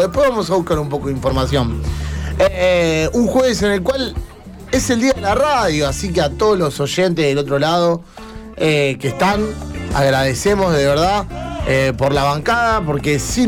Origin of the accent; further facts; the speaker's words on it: Santa Fe, Argentina; Me crié allá en Barrio Sinar. En la casa de mis abuelos